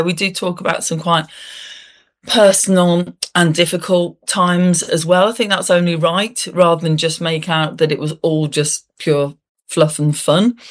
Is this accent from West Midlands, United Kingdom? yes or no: yes; Birmingham, West Midlands, United Kingdom; they were very proud of their hometown, as we are of coming from Birmingham.